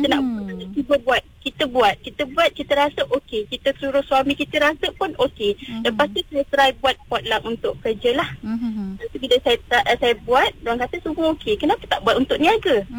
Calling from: Gopeng, Perak, Malaysia; Saya berasal daripada Ulu Geruntum, Gopeng, Perak dan berketurunan suku kaum orang asli. Suku kaum Semai.

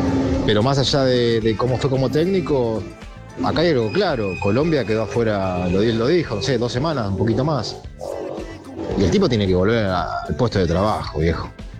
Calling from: Gonnet, Buenos Aires Province, Argentina; aquí de Gonet.

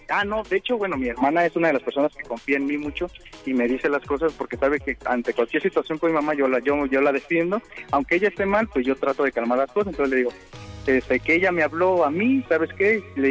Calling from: Colima, Mexico; Somos de Colima.

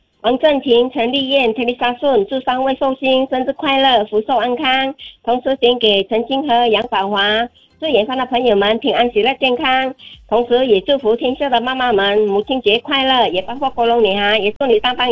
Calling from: Singapore

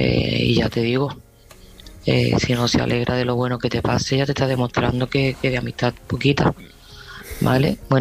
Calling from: Seville, Andalusia, Spain; de Sevilla

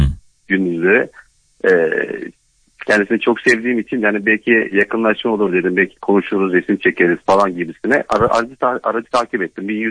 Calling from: Istanbul, Turkey; İstanbul'dan katılıyorum Zeytinburnu'ndan.

